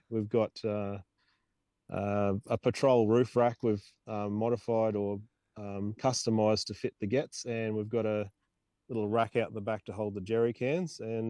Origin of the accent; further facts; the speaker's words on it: Queensland, Australia; moved away; I'm originally from Queensland, so I spent a lot of time with Damien working and just mucking around up in Queensland when I lived in Brisbane